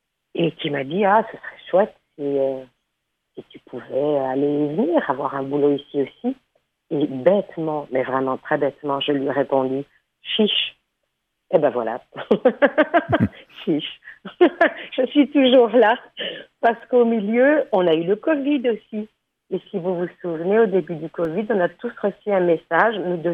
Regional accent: Thessaloniki, Central Macedonia, Greece; French is a second language; et petite fille de réfugiés. Donc, la moitié de la ville de Thessalonique, ou même plus que la moitié, nous sommes tous des Grecs d'Asie mineure.

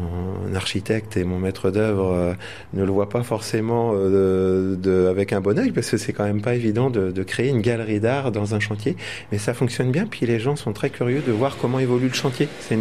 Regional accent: Nantes, Pays de la Loire, France; born there; now in Pont-Aven, France; Je suis né à Nantes, mais fier d'être de souche bretonne, et je vis à Pont-Aven depuis 30 ans.

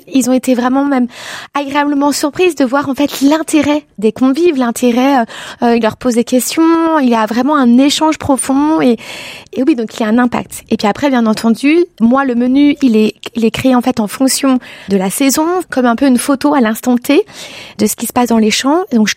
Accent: Annecy, Auvergne-Rhône-Alpes, France; La première chose, c'est aussi une rencontre avec un chef étoilé à Annecy, puisque moi je viens d'Annecy

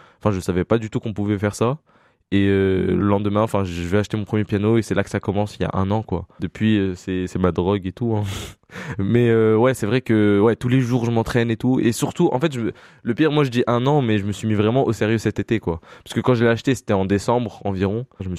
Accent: Échirolles, Auvergne-Rhône-Alpes, France; quand je dis que je viens des Chirolles, les gens, ils ouvrent grand les yeux et tout. C'est vrai que c'est étonnant aussi de venir de la banlieue

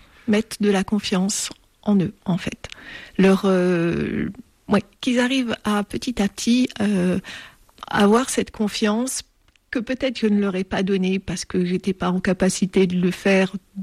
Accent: Algeria; moved away as an adult; also born or lived in Dijon; now in France; En Algérie, pendant 18 ans, avec un père algérien, une mère française, et je suis venue en France à l'âge de 18 ans pour suivre mes études à Dijon

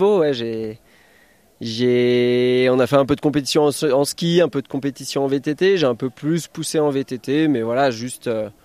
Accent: Morzine, Auvergne-Rhône-Alpes, France; born there; Moi, je suis né à Morzine

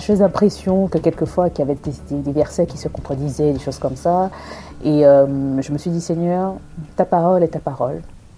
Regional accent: Martinique

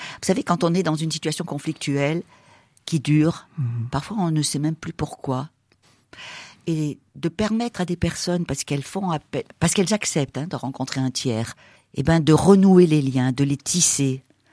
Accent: France; Alors on dit « Oui ».

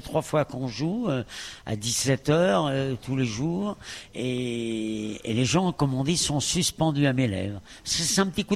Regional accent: Paris, Île-de-France, France; De Paris. Moi, je suis parisien au départ. Mais il en faut des vrais parisiens.

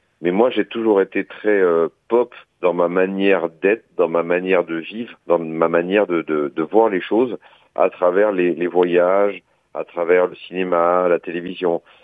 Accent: Montemaggiore, Corsica, France; j'ai grandi en Corse, évidemment, en Balagne, à Montemajor précisément.

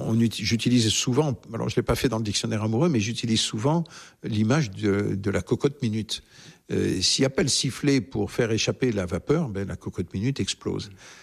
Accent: south of France, France; Alors, non seulement je suis un méridional, mais je suis soupolé, j'ai très mauvais caractère

